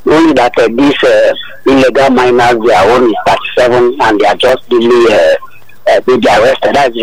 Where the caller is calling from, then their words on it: Lagos, Nigeria; I'm calling from Abaranja and Ekotu.